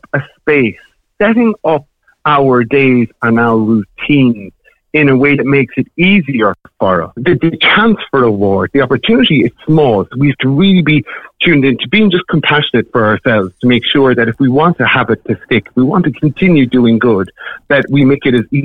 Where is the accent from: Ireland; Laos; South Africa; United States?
Ireland; as Irish people